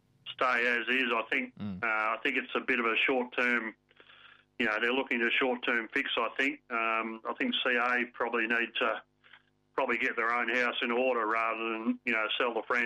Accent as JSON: {"language": "English", "town": "Perth", "region": "Western Australia", "country": "Australia", "tie": "born there", "said": "growing up on the Wacker"}